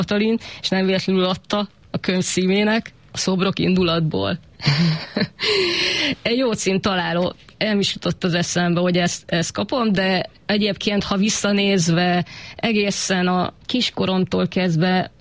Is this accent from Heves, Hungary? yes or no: yes; Eger, Heves, Hungary; Egerben a Hajdúhegy részén lakunk.